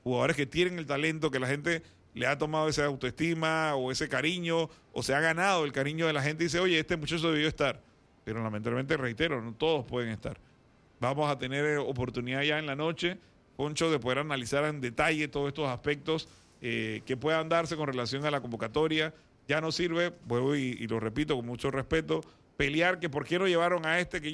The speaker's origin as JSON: {"language": "Spanish", "country": "Panama"}